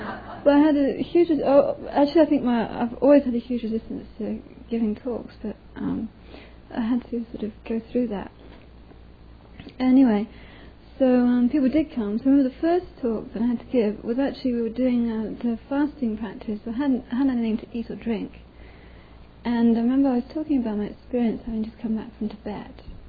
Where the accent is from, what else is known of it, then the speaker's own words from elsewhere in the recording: England, United Kingdom; And it's like when we grew up in England, we hear all these words, you know, Chicago, Arkansas, California, and it's like, oh, America.